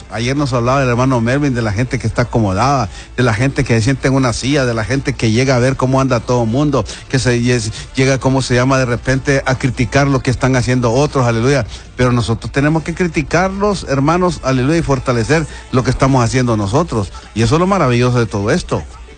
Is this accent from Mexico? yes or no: no; Tegucigalpa, Francisco Morazán, Honduras; born there; nací en Honduras, aquí en Tegucigalpa, pero mis raíces, mis abuelos, mis bisabuelos, ahí hablan que somos, pues venimos de los españoles